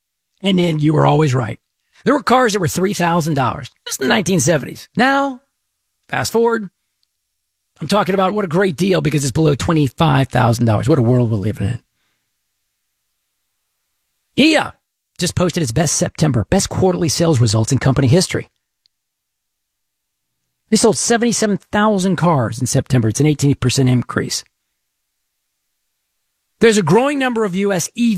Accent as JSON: {"language": "English", "region": "Texas", "country": "United States", "said": "This is Texas. State of Texas. I love Texas. I'm a Texan through and through."}